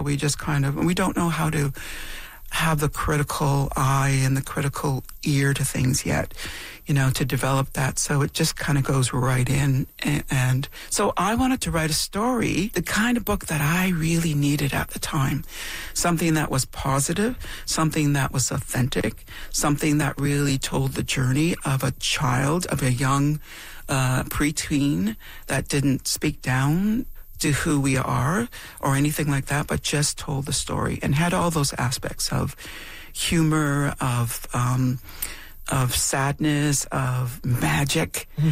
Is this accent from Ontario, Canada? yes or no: yes; Temagami, Ontario, Canada; When I grew up in Temagami, in Northern Ontario